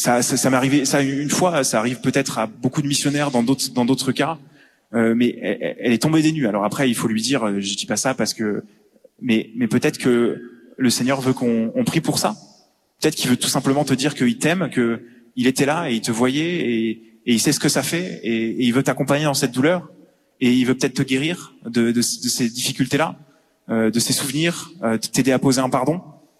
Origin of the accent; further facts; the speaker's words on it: Montpellier, Occitanie, France; moved away as an adult; now in Morocco; On est de Montpellier, enfin, avant d'aller au Maroc